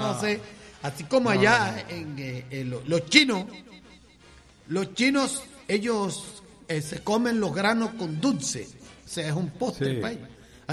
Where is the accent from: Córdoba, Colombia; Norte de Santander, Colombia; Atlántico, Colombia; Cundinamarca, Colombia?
Atlántico, Colombia; Soledad; born there; Yo nací en El Porvenir.